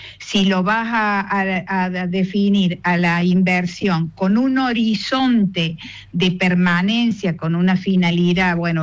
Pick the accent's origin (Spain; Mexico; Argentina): Argentina; vendría a ser como nosotros aquí en Argentina, una sociedad de responsabilidad limitada.